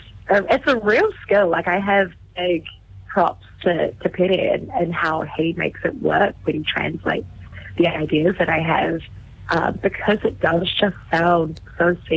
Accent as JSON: {"language": "English", "country": "New Zealand"}